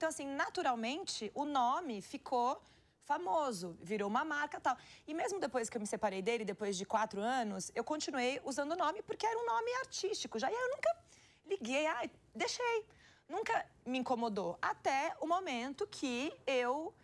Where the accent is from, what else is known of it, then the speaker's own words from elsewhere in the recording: Salvador, Bahia, Brazil; born there; Eu sou baiana, né? Nasci em Salvador.